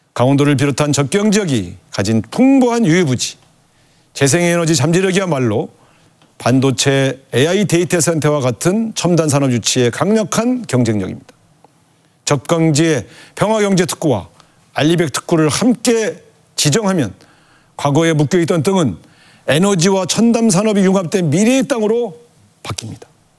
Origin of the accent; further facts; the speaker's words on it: Cheorwon, Gangwon, South Korea; 제가 태어나고 자란 철원평야도 휴전선으로 잘렸습니다.